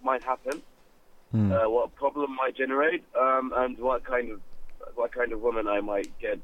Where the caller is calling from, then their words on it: Baghdad, Baghdad Governorate, Iraq; I'm calling from Al-Karadi. Baghdad